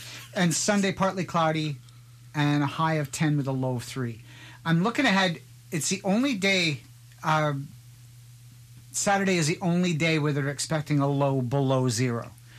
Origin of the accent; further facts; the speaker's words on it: Western Canada, Canada; And growing up in Western Canada, El Nino and La Nina were a big thing for us.